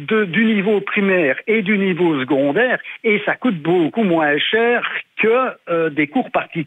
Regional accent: Liège, Wallonia, Belgium; Par contre, Cyril, enfin, moi, je suis de Liège.

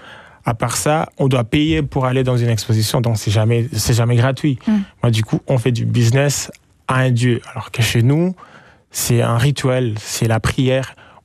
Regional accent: eastern Congo, DR Congo; moved away; Moi, j'ai grandi à l'Est

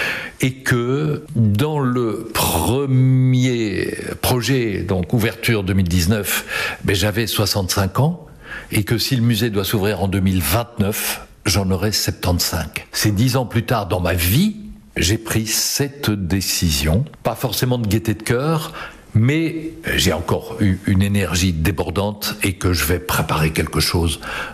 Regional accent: Brussels, Brussels-Capital Region, Belgium; born there; je suis né à Bruxelles, je vis à Bruxelles, le chat est belge

